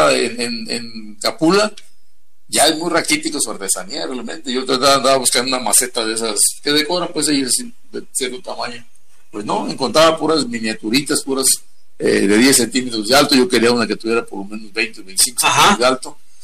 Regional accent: Apatzingán, Michoacán, Mexico; Yo me acuerdo de mi tierra en Apatzingán.

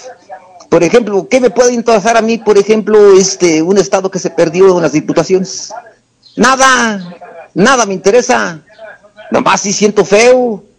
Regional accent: Mexico; moved away; also born or lived in United States

